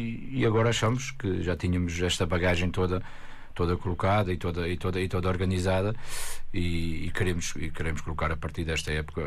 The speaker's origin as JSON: {"language": "Portuguese", "region": "Azores", "country": "Portugal", "tie": "born or raised there", "said": "Cresci no, na zona do aeroporto, cresci no Clubana"}